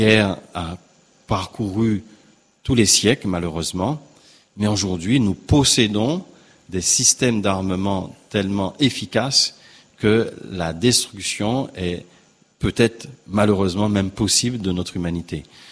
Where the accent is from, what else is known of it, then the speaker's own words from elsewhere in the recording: Guadeloupe; certes, petit pays que nous sommes, petite île que nous sommes de la Guadeloupe